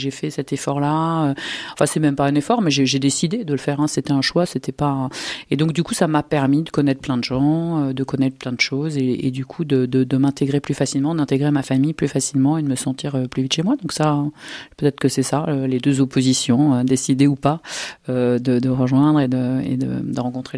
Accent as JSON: {"language": "French", "country": "France", "said": "Je viens du Sud-Ouest, je me suis mariée avec un Alsacien."}